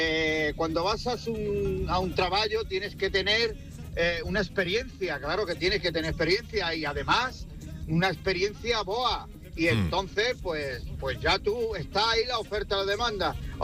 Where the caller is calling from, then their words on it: Cádiz, Andalusia, Spain; de Cádiz.